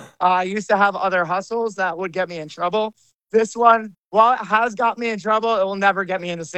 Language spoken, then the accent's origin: English; New Jersey, United States; born or raised there